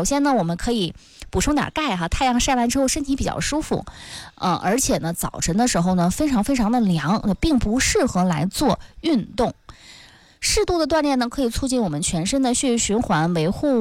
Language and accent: Chinese; Northeast China, China; 像我们东北人呢是比较爱吃炖白菜呀、炖酸菜的